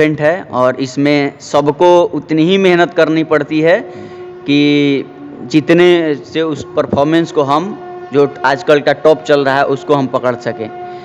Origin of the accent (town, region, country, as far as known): Bihar, India